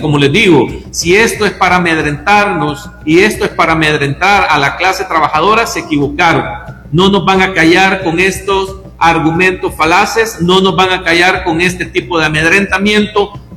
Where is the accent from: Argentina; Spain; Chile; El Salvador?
El Salvador